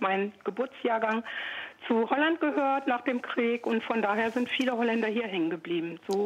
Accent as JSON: {"language": "German", "town": "Emmerich am Rhein", "region": "North Rhine-Westphalia", "country": "Germany", "tie": "born or raised there", "said": "Ich bin in Deutschland aufgewachsen, auch hier geboren. Und das Dorf, wo ich wohne, hat von 49 bis 63, mein Geburtsjahrgang, zu Holland gehört nach dem Krieg. Und von daher sind viele Holländer hier hängen geblieben."}